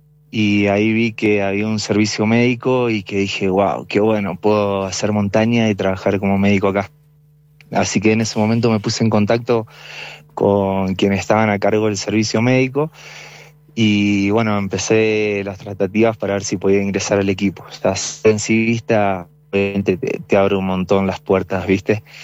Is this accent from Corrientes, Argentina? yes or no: no; La Emilia, Buenos Aires Province, Argentina; Soy de La Emilia. Soy del pueblo de La Emilia.